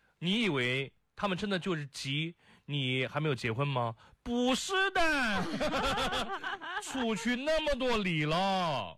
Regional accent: Xuancheng, Anhui, China; moved away; 在我老家宣城

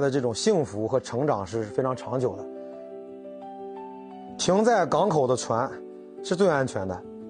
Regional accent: Shijiazhuang, Hebei, China; 想到我的家乡啊，石家庄

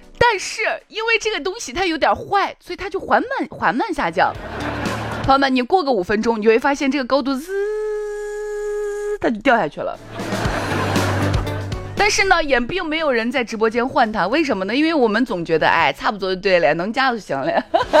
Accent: Shaanxi, China

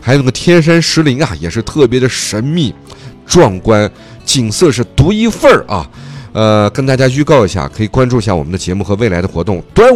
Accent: Xinjiang, China

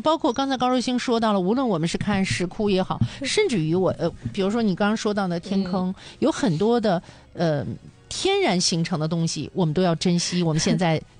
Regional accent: Northeast China, China; 不知道我是来自东北的吗？

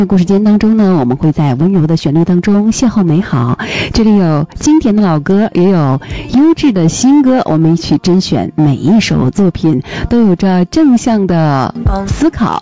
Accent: Liaoning, China; 回到我们最为熟悉、最为亲切的地方，那就是我们的家乡鲅鱼圈

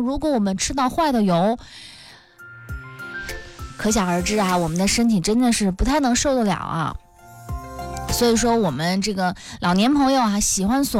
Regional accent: Northeast China, China; accent: Northeastern (Dongbei) dialect; 用我们东北话说呢

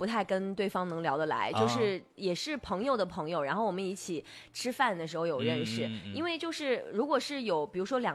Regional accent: Inner Mongolia, China; 因为我真的很难，宝宝，我是个内蒙古人，你们知不知道？

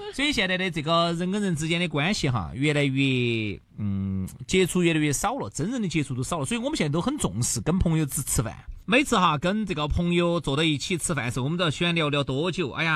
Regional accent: China

